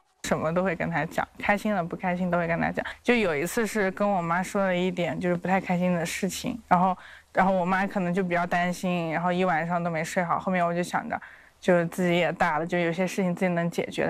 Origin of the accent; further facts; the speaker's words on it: Dali, Yunnan, China; 我的家乡就是这边，然后我肯定更希望我的家乡就是变得更好，大家也是靠种植获得收入，但如果收入高了，大理就会变得更好